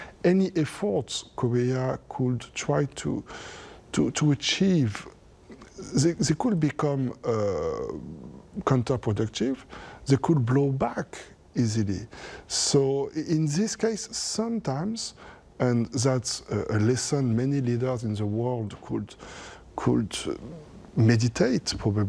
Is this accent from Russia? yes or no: no; France; moved away; my home country in France